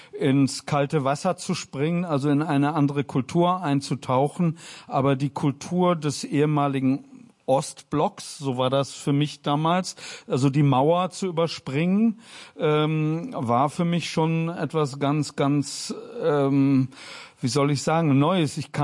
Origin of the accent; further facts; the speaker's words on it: Bonn, North Rhine-Westphalia, Germany; moved away as an adult; also born or lived in France; now in Poznań, Poland; dass ich eben aus Bonn komme